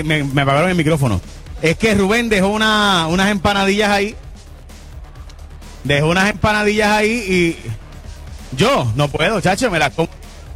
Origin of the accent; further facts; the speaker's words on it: San Lorenzo, Puerto Rico; yo soy de San Lorenzo, así que siempre ha sido mi vecino.